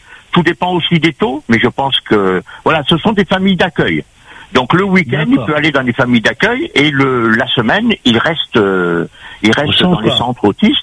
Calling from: Antony, Île-de-France, France; moi, je suis à côté d'Antony, donc c'est dans les Hauts-de-Seine, dans le sud de Paris

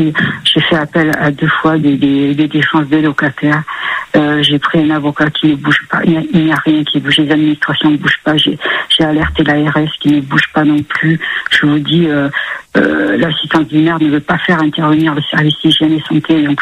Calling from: Montpellier, Occitanie, France; je suis à Montpellier dans le sud

